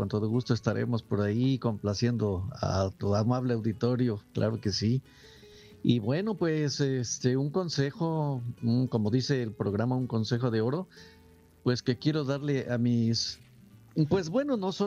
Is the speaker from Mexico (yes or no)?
yes; Huatusco, Veracruz, Mexico; now in Xalapa, Mexico; Pues bueno … yo nací en Huatusco, Veracruz. Saludo a todos mis paisanos de Huatusco, de toda la zona por allá